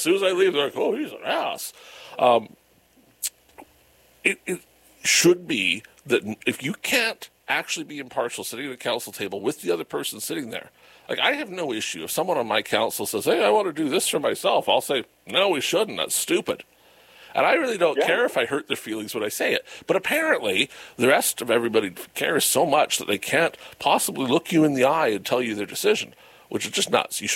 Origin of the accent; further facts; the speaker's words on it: Canada